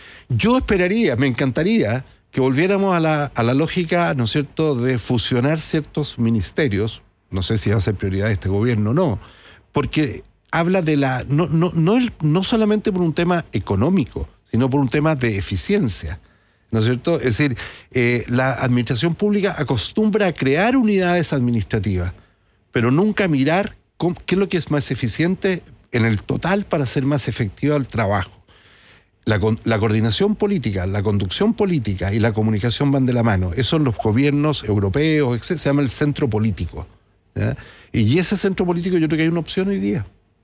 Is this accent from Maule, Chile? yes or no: no; Santiago, Santiago Metropolitan Region, Chile; yo soy de Santiago, pero me tocó visitar mucho las regiones cuando yo era autoridad